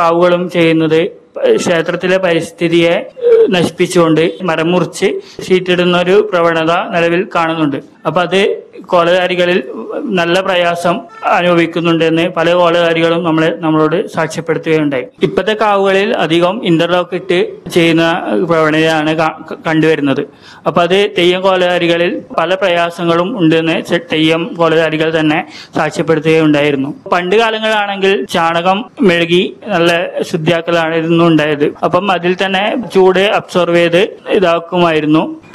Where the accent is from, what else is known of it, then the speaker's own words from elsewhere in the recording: Taliparamba, Kerala, India; ഞാൻ തളിപ്പുറമ്പ് സ്വദേശിയാണ്.